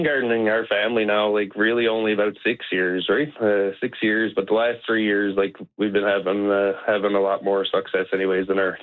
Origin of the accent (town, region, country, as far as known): Witless Bay, Newfoundland and Labrador, Canada; born or raised there